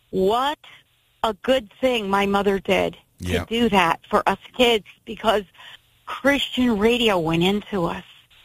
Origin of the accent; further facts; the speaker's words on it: Connecticut, United States; So I lived in New England. I grew up in Connecticut, so it was had to be a Moody affiliate.